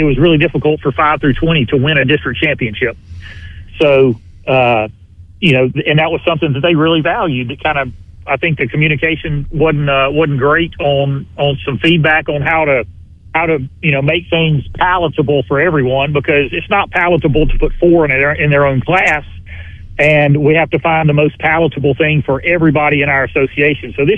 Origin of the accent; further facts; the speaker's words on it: Canton, Mississippi, United States; I grew up in Canton, and we were a AA school.